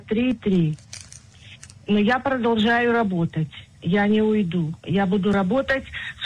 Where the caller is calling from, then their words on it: Kiryat Gat, Southern District, Israel; из Кирьят-Гата.